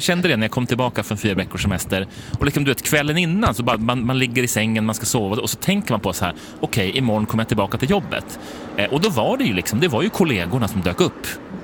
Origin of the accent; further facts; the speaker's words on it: Stockholm, Stockholm County, Sweden; now in Gävle, Sweden; Jag är från Stockholm liksom, och har flyttat hit för ganska många år sedan nu.